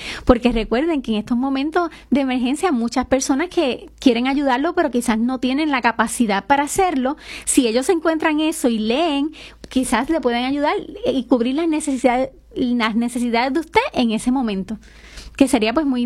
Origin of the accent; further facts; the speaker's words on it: Puerto Rico; nosotros como puertorriqueños sabemos que nuestros alimentos precederos más comunes, que son las latas de salchicha